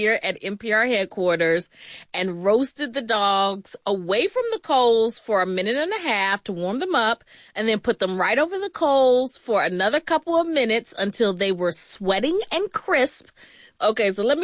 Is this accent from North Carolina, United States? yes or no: yes; North Carolina, United States; Okay, so for my hot dogs, I'm from North Carolina.